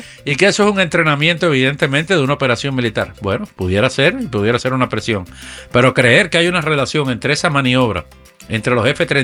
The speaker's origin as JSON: {"language": "Spanish", "country": "Cuba", "moved": "yes", "said": "a mí como cubano"}